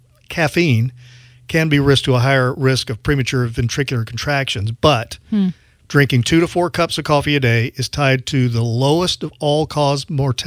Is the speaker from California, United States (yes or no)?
no; Louisiana, United States; I'm from Louisiana.